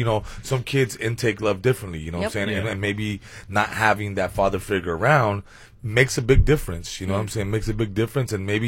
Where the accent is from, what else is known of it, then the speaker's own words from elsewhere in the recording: San Fernando, California, United States; growing up in San Fernando, where I was a young child, mm-hmm. it was all over the place, yeah. you know? I grew up right near, San Fernando Mission, Lower Canyon.